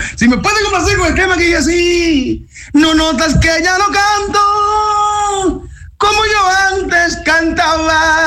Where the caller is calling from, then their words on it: Villa Altagracia, San Cristóbal, Dominican Republic; desde Villa Altagracia para el mundo.